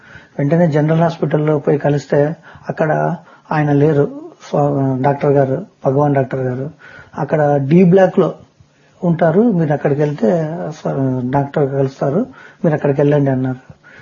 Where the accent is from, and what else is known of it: Anantapur, Andhra Pradesh, India